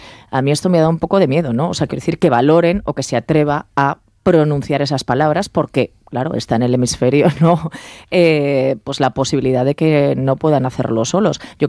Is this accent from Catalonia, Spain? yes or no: no; Aragon, Spain; y en Segovia cuando iba a los veranos, evidentemente porque soy maña.